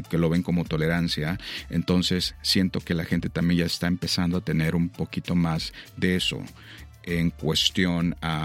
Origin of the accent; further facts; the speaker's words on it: Veracruz, Mexico; nosotros estamos expuestos a una gama inmensa de sonidos y ritmos en Veracruz, que es la salsa, la cumbia, pues también el mariachi, el ranchero, todo eso, crecimos con ello, ¿no?